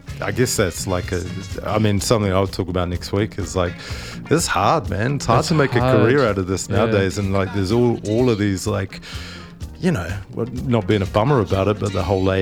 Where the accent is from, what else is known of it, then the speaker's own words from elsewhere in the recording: Christchurch, Canterbury, New Zealand; now in Auckland, New Zealand; I grew up down south in Christchurch, moved here. I mean, I've lived more than, you know, I'm an Aucklander.